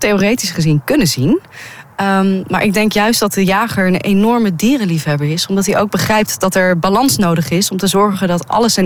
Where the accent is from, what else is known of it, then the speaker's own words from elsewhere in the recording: Gelderland, Netherlands; Ja, ik ben opgegroeid op de Veluwe, in de bossen daar, ook midden in de bossen.